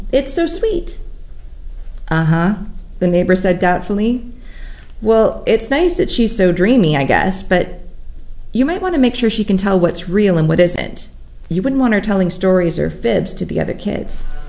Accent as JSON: {"language": "English", "town": "Volcano", "region": "Hawaii", "country": "United States", "tie": "born or raised there", "said": "I grew up in Volcano."}